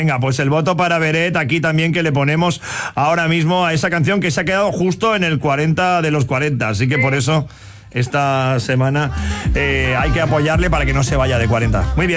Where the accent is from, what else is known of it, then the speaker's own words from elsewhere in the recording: Cornellà, Catalonia, Spain; yo soy de Cornellà, pero mi padre es de Puente Genil en Córdoba.